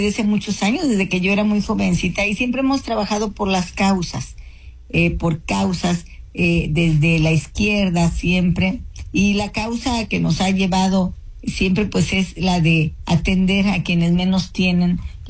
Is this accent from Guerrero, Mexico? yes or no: yes; Guerrero, Mexico; yo soy parte del pueblo afromexicano, soy de la Costa Chica de Guerrero.